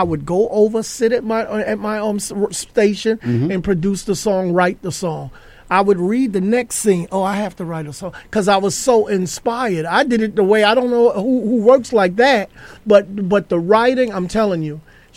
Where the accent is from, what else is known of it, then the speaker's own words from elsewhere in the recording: New York City, New York, United States; we grew up in High Bridge in the Bronx.